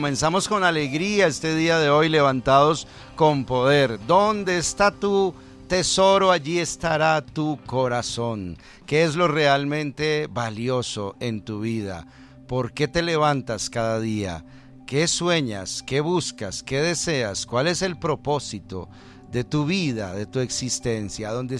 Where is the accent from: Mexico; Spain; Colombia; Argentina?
Colombia; lo más destacado hasta este momento para nosotros como colombianos es que Colombia comenzó con pie derecho.